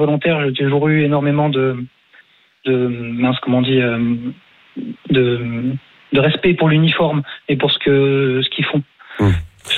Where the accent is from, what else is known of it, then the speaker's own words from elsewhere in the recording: Mont-de-Marsan, Nouvelle-Aquitaine, France; Je suis originaire de Mont-de-Marsan, dans le sud-ouest de la France.